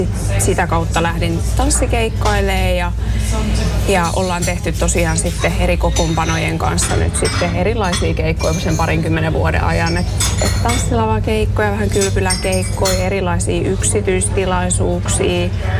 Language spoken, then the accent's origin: Finnish; Raisio, Southwest Finland, Finland; Mä oon siis itse Raisiosta ja asunutkin siellä aina, mutta mä oon itse asiassa päivätöissä täällä Turun keskustassa, pankissa.